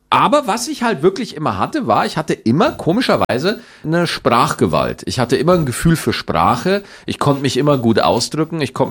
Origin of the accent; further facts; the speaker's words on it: Bavaria, Germany; je näher ich tatsächlich an meine Heimat Niederbayer komme, umso schneller hört man dann raus